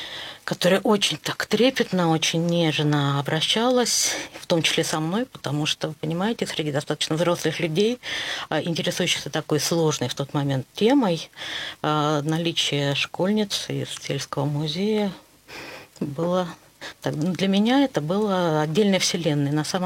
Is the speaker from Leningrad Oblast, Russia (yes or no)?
yes; Rozhdestveno, Leningrad Oblast, Russia; Находится в селе Рождественное, которое является и моей малой родиной.